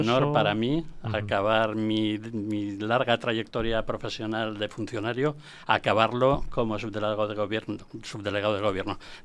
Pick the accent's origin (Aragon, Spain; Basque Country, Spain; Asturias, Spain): Aragon, Spain; Monzón; moved away as an adult; now in Huesca, Spain; siempre se echa de menos donde has nacido, donde has crecido, donde mantienes amigos, familia todavía, por supuesto. Y es un placer siempre que vengo a Monzón